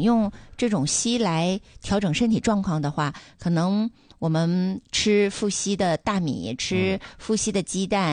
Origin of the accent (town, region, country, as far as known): Dalian, Liaoning, China